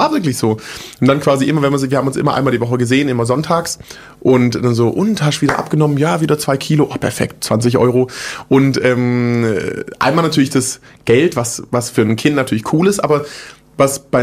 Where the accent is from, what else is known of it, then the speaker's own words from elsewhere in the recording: Großbottwar, Baden-Württemberg, Germany; also born or lived in Stuttgart / Frankfurt; Genau, ich bin in Stuttgart geboren, bin in so einem Kaff aufgewachsen, das heißt Großbottwar. Also wirklich da wohnen, was wohnen da 10.000, 15.000 Leute vielleicht. Bin da mit meiner Family groß geworden, bis ich 10 war. Und dann ging es noch nach Frankfurt mal, dann wieder nach Stuttgart.